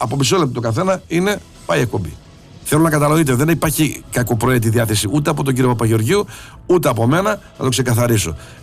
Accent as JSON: {"language": "Greek", "town": "Thessaloniki", "region": "Central Macedonia", "country": "Greece", "tie": "born or raised there", "said": "εγώ μεγάλωσα στο Ελευθέρω Κορδελιό και στην Νεάπολη στα αρχικά μου χρόνια, όταν γονίζονται στη Γερμανία."}